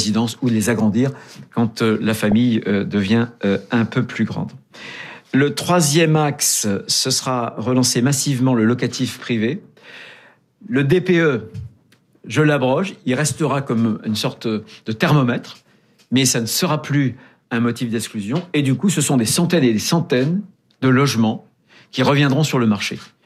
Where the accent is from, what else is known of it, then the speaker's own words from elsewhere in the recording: France; chez nous, en France